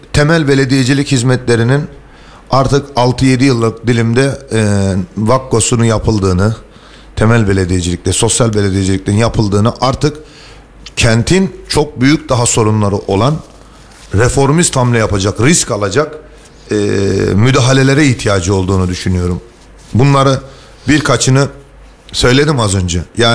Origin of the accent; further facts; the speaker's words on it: İzmir, Turkey; Artık Demirtaş Alsancak hattında doğduk büyüdük ikimiz. O bölgeleri biliriz.